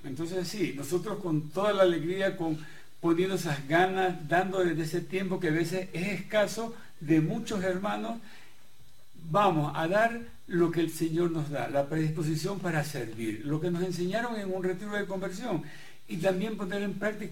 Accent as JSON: {"language": "Spanish", "town": "Manta", "region": "Manabí", "country": "Ecuador", "tie": "born or raised there", "said": "nos estamos preparando en la ciudad de Manta, de donde soy oriundo."}